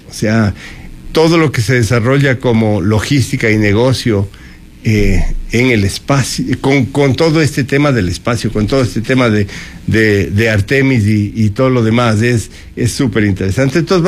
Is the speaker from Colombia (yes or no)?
no; Ecuador; nosotros tenemos que abrir los ojos como ecuatorianos